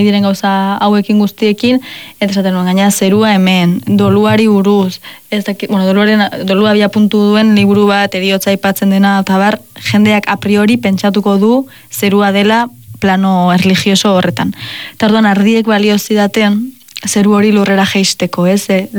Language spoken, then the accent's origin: Basque; Spain; now in San Sebastián, Spain; bizi ginen herrian askoriatzen, ni jaio nintzen herrian, ardi pila badaude, pues, eta guke ikastetxeko leiotik ere ardiak eta behiak eta ikusten genituen, eta izan da oso nire paisaiaren parte. Eta Donostiara etorri nintzenean, ba, galdu egin nuen paisaia hori